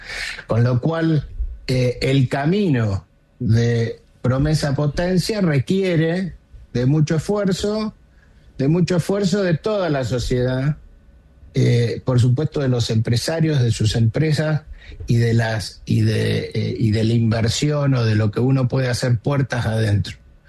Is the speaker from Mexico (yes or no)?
no; Argentina; Nosotros somos empresarios que vivimos, nacimos y fuimos criados y vivimos en la Argentina, con nuestra familia en Argentina